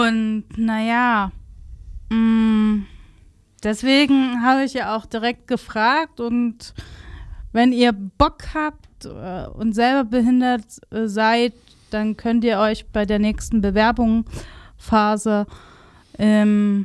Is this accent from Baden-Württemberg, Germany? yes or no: no; Leipzig, Saxony, Germany; Ja, ich bin in Grünau aufgewachsen